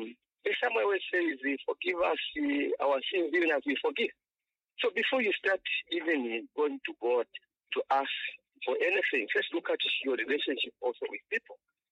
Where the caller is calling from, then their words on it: Lusaka, Lusaka Province, Zambia; I'm calling from Lusaka.